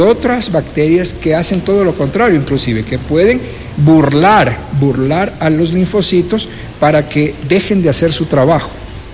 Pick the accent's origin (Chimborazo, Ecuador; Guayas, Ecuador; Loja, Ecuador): Guayas, Ecuador; Guayaquil; now in Quito, Ecuador; yo cuando llegué, yo soy de Guayaquil, yo cuando llegué a Quito